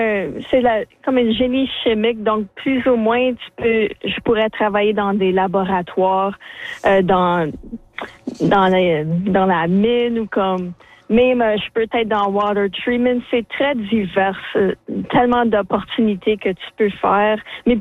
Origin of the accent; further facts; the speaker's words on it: Sudbury, Ontario, Canada; je suis de Sudbury